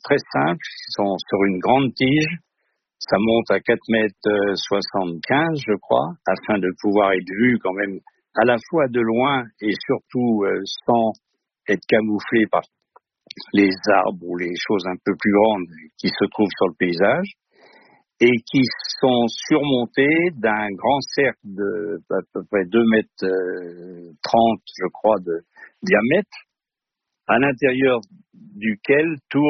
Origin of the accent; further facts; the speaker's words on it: Paris, Île-de-France, France; Je suis parisien et c'était très difficile à l'époque, c'est-à-dire début des années 60.